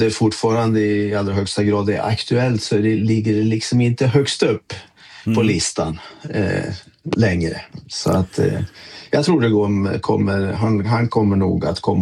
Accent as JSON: {"language": "Swedish", "country": "Sweden", "moved": "as an adult", "lives_now": "Oslo, Norway", "said": "För det första därför att jag är svensk."}